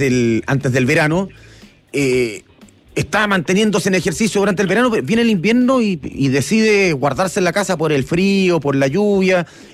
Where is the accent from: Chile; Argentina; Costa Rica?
Chile; somos buenos los chilenos para inventarnos algunas cosas